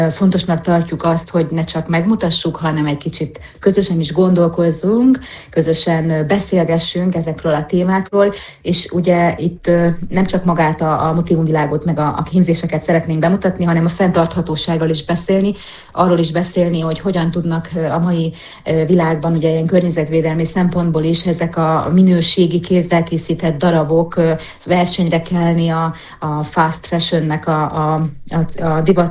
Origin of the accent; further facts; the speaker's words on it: Zakarpattia Oblast, Ukraine; nyilván nem mondok senkinek újdonságot a kárpátaljai magyarként